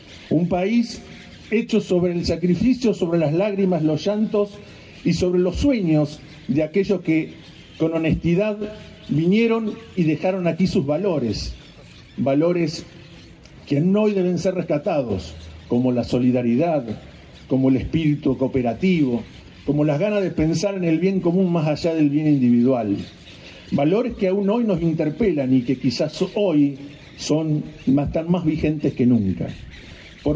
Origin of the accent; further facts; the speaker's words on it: Argentina; tenemos la explicación de lo que somos la Argentina